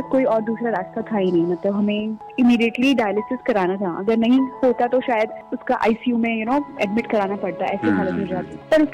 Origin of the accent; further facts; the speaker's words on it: Assam, India; born there; now in Bangalore, India; But मेरे father air force में थे तो मेरा जन्म आसाम में हुआ था और मैं डिफरेंट डिफरेंट स्टेट्स में बड़ी हुई हूँ।